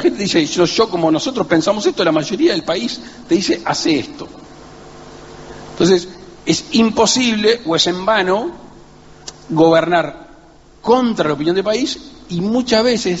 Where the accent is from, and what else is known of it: Uruguay